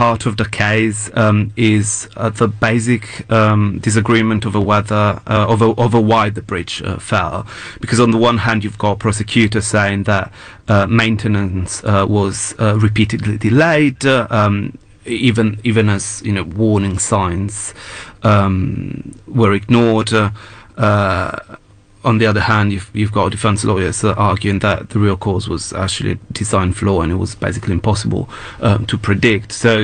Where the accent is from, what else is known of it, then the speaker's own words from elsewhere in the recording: Genoa, Liguria, Italy; now in Rome, Italy; I was actually in my hometown visiting my parents